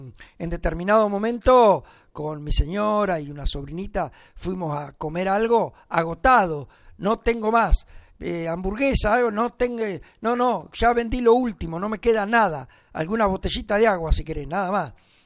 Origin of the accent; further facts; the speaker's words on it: Necochea, Buenos Aires Province, Argentina; yo soy de Necochea